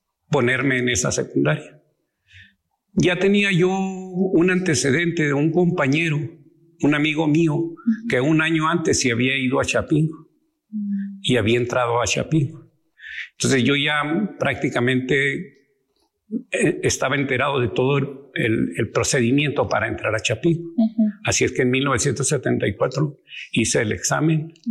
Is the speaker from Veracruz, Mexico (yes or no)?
no; Cuauhtémoc, Chihuahua, Mexico; yo soy originario de esta tierra. Yo soy originario de Cuauhtémoc.